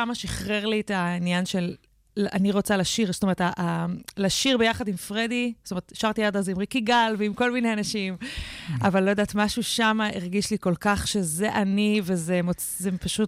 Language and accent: Hebrew; Jerusalem, Jerusalem District, Israel; born there; נולדתי בירושלים. ההורים שלי התגרשו כשהייתי קטנה, ואימא שלי עברה, עברנו די הרבה בארץ אחרי הגירושים, אז לא גדלתי. מה שנקרא, אני ירושלמית, אבל לא ממש